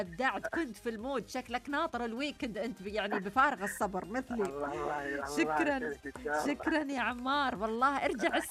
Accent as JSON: {"language": "Arabic", "country": "Egypt", "said": "من مصر، تحياتي لطاقم البرنامج وأتمنى لكم التوفيق والنجاح، وتحيا المملكة العربية السعودية من جمهورية مصر العربية"}